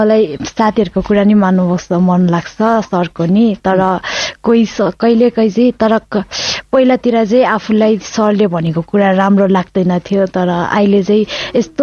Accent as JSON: {"language": "Nepali", "area": "Sindhupalchok", "region": "Bagmati", "country": "Nepal", "tie": "born there"}